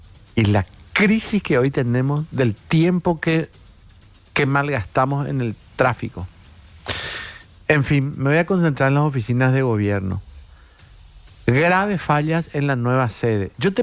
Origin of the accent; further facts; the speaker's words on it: Paraguay; Este tema de las oficinas de gobierno es el mayor ejemplo de lo que somos los paraguayos.